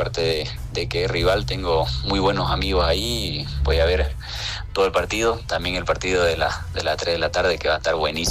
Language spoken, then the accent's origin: Spanish; Bolivia; mandarle energía positiva para que Bolivia siga creciendo futbolísticamente, para que nuestro fútbol deje de ser el mal llamado, creo yo, más bajo de Sudamérica y nos puedan empezar a respetar.